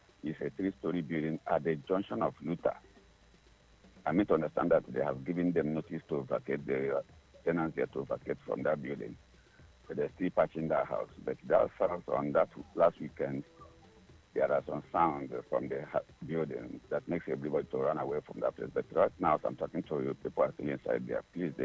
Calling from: Lagos, Nigeria; I'm calling from Island here.

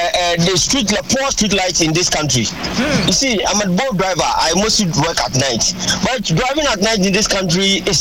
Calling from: Kumasi, Ashanti, Ghana; I'm calling from Patasi.

